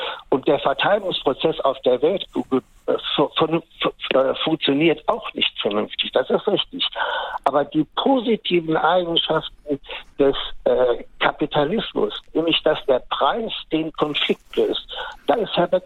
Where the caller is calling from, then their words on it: Cologne, North Rhine-Westphalia, Germany; Ich rufe aus Köln an, 83 Jahre.